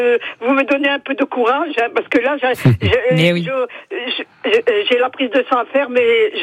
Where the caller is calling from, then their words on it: Ajaccio, Corsica, France; Ah, parce que moi, je suis à Ajaccio.